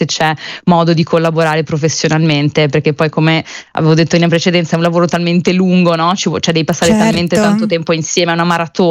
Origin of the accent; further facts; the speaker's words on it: Veneto, Italy; now in London, United Kingdom; sono veneta, quindi Venezia a maggior ragione